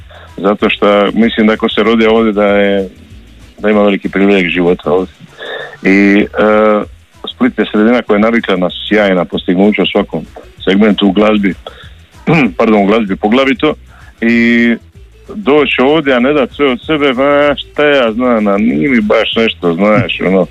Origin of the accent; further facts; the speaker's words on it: Dalmatia, Croatia; ovo naše Dalmatinsko